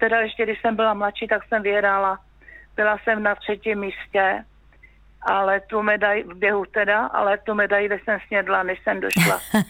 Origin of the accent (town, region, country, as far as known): Horní Slavkov, Karlovy Vary Region, Czechia; born or raised there; also born or lived in Ostrava